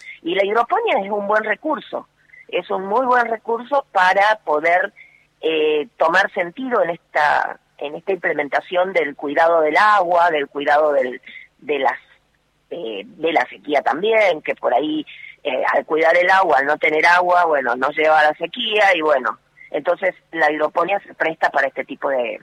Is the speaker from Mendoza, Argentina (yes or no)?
no; San Juan, Argentina; Bueno, mi provincia es San Juan.